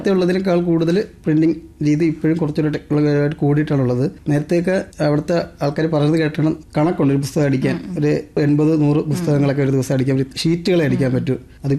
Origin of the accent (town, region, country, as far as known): Varkala, Kerala, India; born or raised there